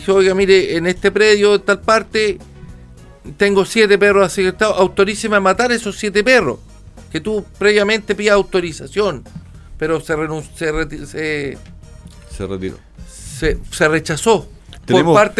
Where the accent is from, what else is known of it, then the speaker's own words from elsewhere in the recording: Chile; nosotros en Chile